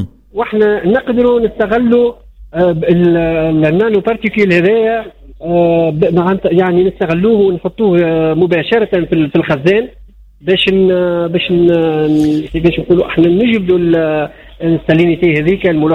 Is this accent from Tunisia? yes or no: yes; Tunisia; المساهمة متاعنا كتونسيين